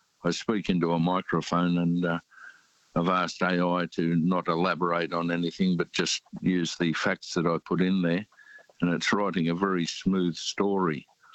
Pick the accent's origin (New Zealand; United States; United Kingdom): New Zealand; born there; why I was born in New Zealand and things like that.